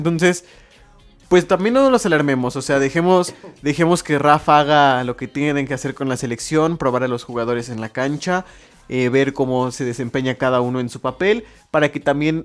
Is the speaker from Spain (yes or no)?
no; Mexico